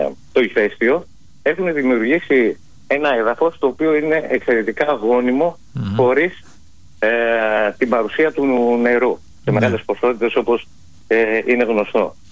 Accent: Ioannina, Epirus, Greece; όπως τα έβλεπα εγώ στο χωριό μου, που έχουν καταγωγή από τα όμορφα Ιωάννινα

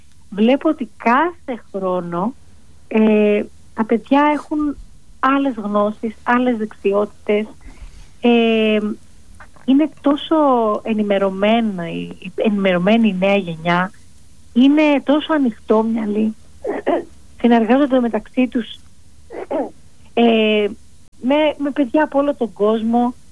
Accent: Greece; moved away as an adult; είχα γεννήθηκε και μεγάλωσα στην Ελλάδα

